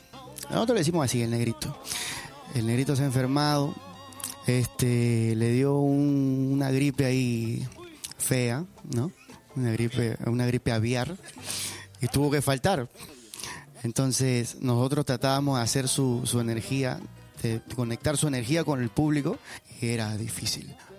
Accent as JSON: {"language": "Spanish", "country": "Peru", "said": "Pero somos netamente peruanos."}